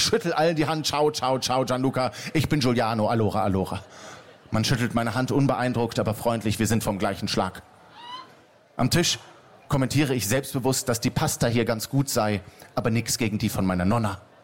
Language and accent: German; Berlin, Germany; Ich bin ja Berliner.